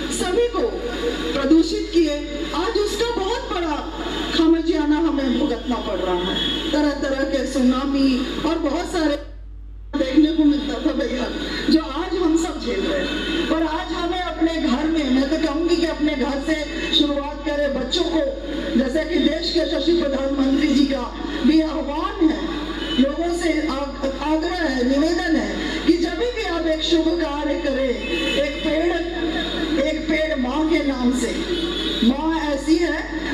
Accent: Palamu, Jharkhand, India; हम सब पलामू की जनता

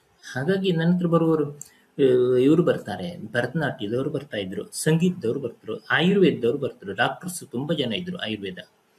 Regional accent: Kundapura, Karnataka, India; accent: Kundapura Kannada; first language Kundapura Kannada; ನಮ್ಮ ಊರಿಂದು ನನ್ನ ಭಾಷೆ ಕುಂದಾಪುರ ಭಾಷೆ ಮಾತಾಡೋಕೊಂದು ಅವಕಾಶ ಕೊಟ್ರಿ ನೀವು

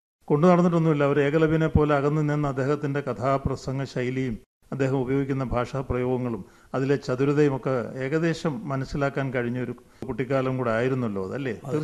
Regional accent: Alappuzha, Kerala, India; ഞങ്ങൾ കേട്ടിട്ടുണ്ട്, ആലപ്പുഴക്കാർ കേട്ടിട്ടുണ്ട്

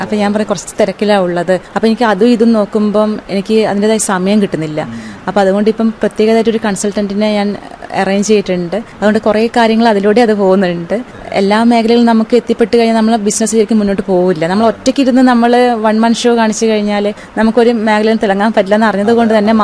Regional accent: Kerala, India

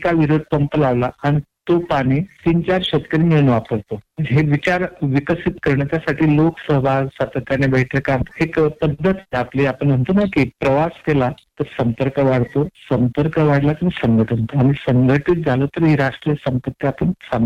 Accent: Baripada, Maharashtra, India

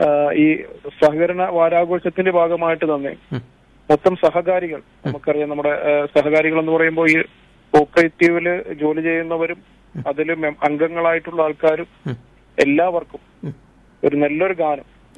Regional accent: Kavaratti, Lakshadweep, India; ഞാൻ കവരത്തി ദ്വീപ് സ്വദേശിയാണ്.

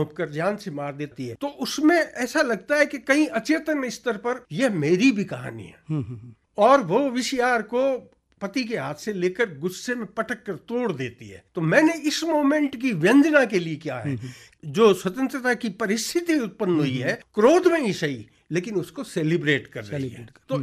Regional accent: Rajasthan, India; जी हमारे राजस्थान में लोग धोती, पुरुष जो है वो धोती पहनते हैं

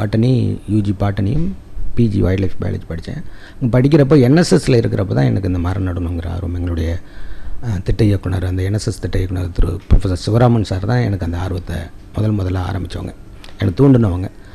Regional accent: Mayiladuthurai district, Tamil Nadu, India; moved away as an adult; now in Thiruvarur, India; நான் இப்போது திருவாரூர் மாவட்டத்தில் வசிக்கிறேன். திருவாரூர் டவுனில் நகர பகுதியில். என்னோடய சொந்த ஊர் வந்து மயிலாடுதுறை மாவட்டம் குழையூர் கிராமம். அந்த கிராமத்தில் தான் பிறந்தேன் நான். கடந்த 15 திருவாரூரில் வசிச்சுக்கிட்டு இருக்கேன்.

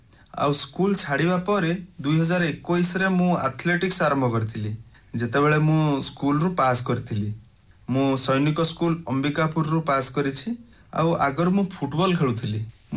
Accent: Chhattisgarh, India; now in Odisha, India; ମୁଁ 200 meter ଓ 400 meter national record holder ଏବଂ ମୁଁ ଛତିଶଗଡ଼ର ବାସିନ୍ଦା, ଆଉ ଏବେ ମୁଁ ଓଡ଼ିଶା ତରଫରୁ ଖେଳୁଛି।

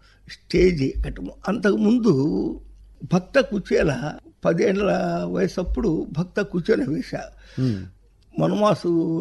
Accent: Kurnool district, Andhra Pradesh, India; మాది జంగముంట్ల. అక్కడ సంగీతానికి సాహిత్యానికి నిలవైన ఊరు. అక్కడ చాలామంది పండితులు, చక్కటి హార్మోనిస్టులు, కళాపోషకులు, నాటక పిపాసులు ఆ ఊర్లో ఎక్కువ ఉన్నారు.

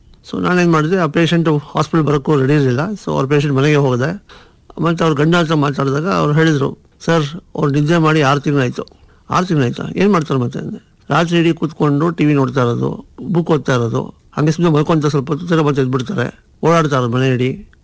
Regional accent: Bengaluru, Karnataka, India; ಮೂಲತಃ ನಾನು ಬೆಂಗಳೂರವನು.

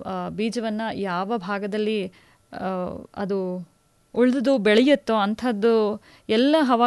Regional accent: Mysuru, Karnataka, India; ಈಗ ನಾವು ಮೈಸೂರವರು

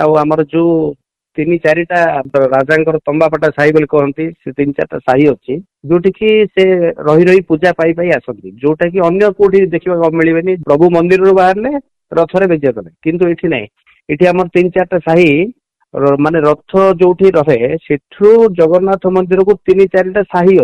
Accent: Jeypore, Odisha, India; ମୁଁ ଜୟପୁର ବାସିନ୍ଦା। ମୋ ଜନ୍ମ ମଧ୍ୟ ଏଇ ରଜାନଗରରୁ ସୂର୍ଯ୍ୟମଲ ଯିବା ରାସ୍ତାରେ ଯୋଉ ମୋ ଘର ଅଛି

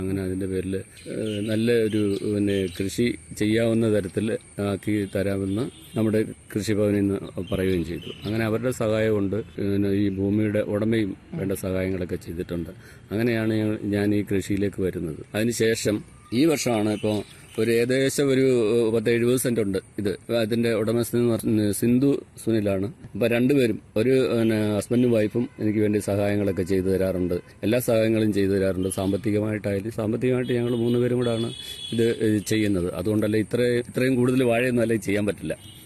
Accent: Pathanamthitta, Kerala, India; moved away as an adult; now in Eroor, Tripunithura, India; പത്തനംതിട്ടയാണ് എന്റെ നാട്. എല്ലാ കൃഷി അവിടെ ഉണ്ടായിരുന്നു.

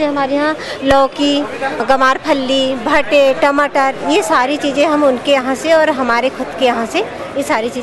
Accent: Palakhed, Madhya Pradesh, India; Sir. मैं ग्राम पालाखेड़ से हूँ, ब्लॉक मोखेड़ से, जिला छिंदवाड़ा।

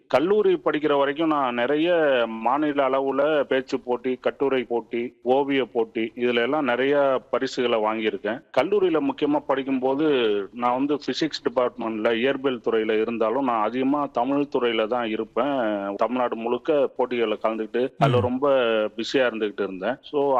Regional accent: Kumbakonam, Tamil Nadu, India; என்னுடைய சொந்த ஊர் வந்து கும்பகோணம் பக்கத்துல ஒரு கிராமம், கொந்தகை அப்படின்னு கிராமம். அந்த கிராமத்துலதான் நான் பிறந்தேன்.

